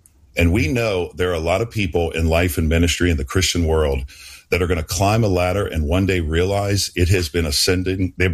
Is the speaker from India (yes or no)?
no; New Orleans, Louisiana, United States; I was raised in New Orleans and Roman Catholic, very religious, went to church every Sunday